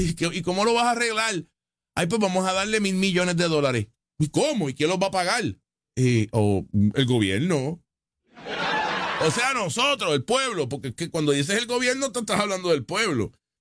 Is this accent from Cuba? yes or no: no; Puerto Rico; Los latinos americanos somos nosotros, los boricuas. Nosotros somos el puertorriqueño.